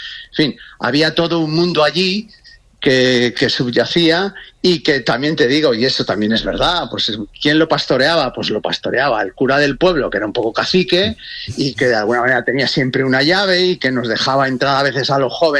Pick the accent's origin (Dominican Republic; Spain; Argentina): Spain; O sea, por lo menos en mi pueblo es un reducto allí en el Alto Ebro, es un valle muy escondido.